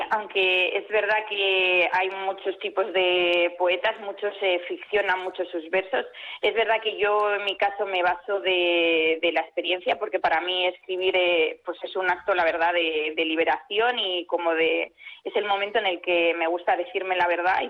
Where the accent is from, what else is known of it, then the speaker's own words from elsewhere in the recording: Erandio, Basque Country, Spain; yo soy de aquí, de Erandio, Vizcaya, pero mis padres y toda mi familia son de Extremadura. Entonces yo también en el poemario he querido plasmar la dualidad de la identidad que tengo entre el norte